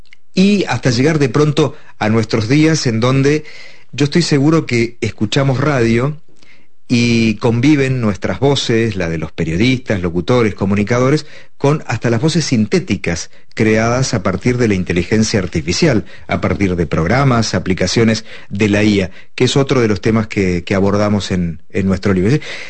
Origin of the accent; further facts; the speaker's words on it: Mar del Plata, Buenos Aires Province, Argentina; en Mar del Plata, en mi ciudad natal, mi familia escuchaba mucho la radio AM, onda media, ¿no?